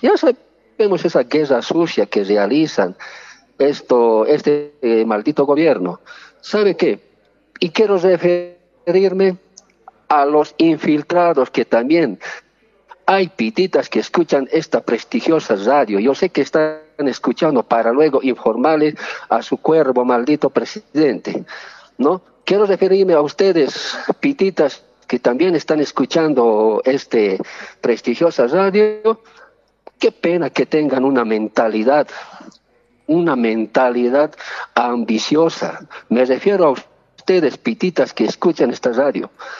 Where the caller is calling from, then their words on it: La Paz, Bolivia; Me llamo de La Paz.